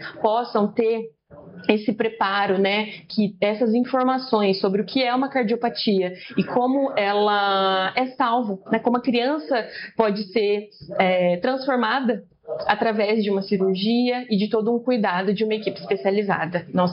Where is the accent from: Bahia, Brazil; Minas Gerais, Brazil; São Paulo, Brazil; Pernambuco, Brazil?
São Paulo, Brazil; Lins; Nós somos da cidade de Lins. Lins é uma hora e meia daqui